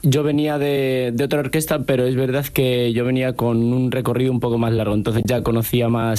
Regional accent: Arévalo, Castile and León, Spain; Yo soy de Arévalo, de Ávila.

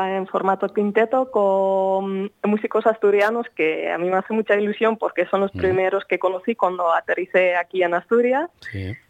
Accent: Netherlands; Spanish is a second language; moved away as an adult; also born or lived in Pamplona, Spain; now in Oviedo, Spain; de Holanda, estudié en el Conservatorio de Maastricht.

